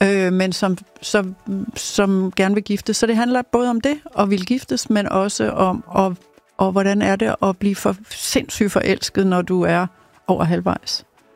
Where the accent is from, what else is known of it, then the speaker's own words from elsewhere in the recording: Amager, Capital Region of Denmark, Denmark; born there; jeg er født på Ringgaard og Møllers fødeklinik på Amager.